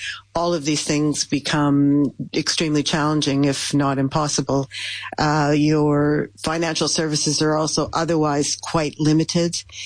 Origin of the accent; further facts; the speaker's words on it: Canada; now in Netherlands; Wherever you go, if you are in the Netherlands, for example, I'm in the Netherlands as a Canadian, I know that I'm subject to Dutch law.